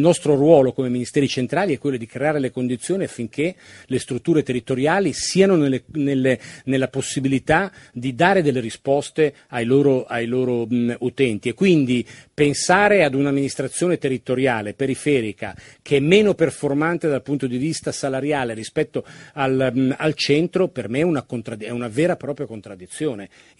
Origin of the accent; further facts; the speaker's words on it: Piedmont, Italy; Io vengo dal Piemonte